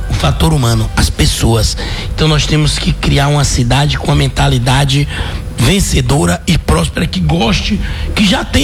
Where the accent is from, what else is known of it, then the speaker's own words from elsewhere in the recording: Brazil; Sou brasileiro